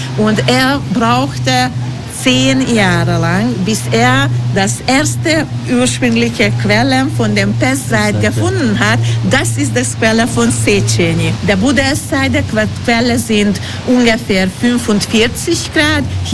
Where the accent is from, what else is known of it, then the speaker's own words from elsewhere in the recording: Budapest, Hungary; German is a second language; Bei uns in Ungarn, in Budapest, finden sie Ilice.